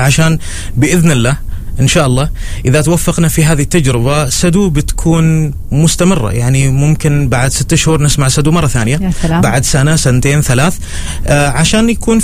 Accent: Oman; نمثل في البداية فيها نفسنا كعمانيين خليجيين

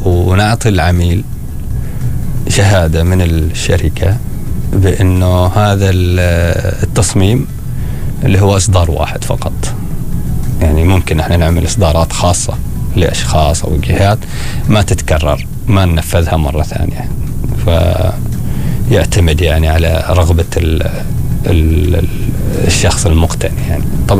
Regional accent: Oman; نحن في عمان موجود عندنا، لكن اللي موجود عندنا في عمان لونين فقط

